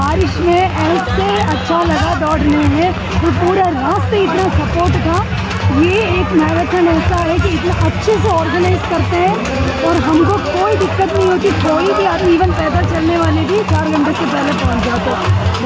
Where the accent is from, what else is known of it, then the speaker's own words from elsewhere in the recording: Jaipur, Rajasthan, India; मैं जयपुर से हूँ।